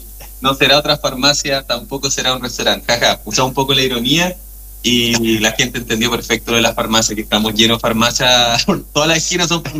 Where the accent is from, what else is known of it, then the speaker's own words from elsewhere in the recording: Chile; also born or lived in Chillán, Chile; Nosotros en Chile